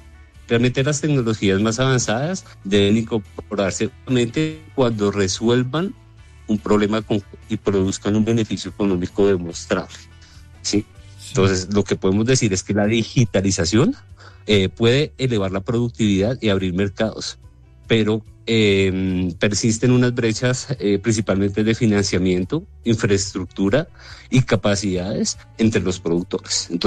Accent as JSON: {"language": "Spanish", "country": "Colombia", "said": "una de los desafíos que tenemos también como colombianos es poder incorporar este tipo de tecnologías"}